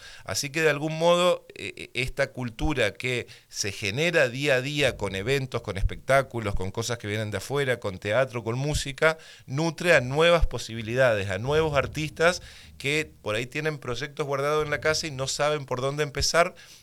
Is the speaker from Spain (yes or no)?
no; Argentina; nosotros como argentinos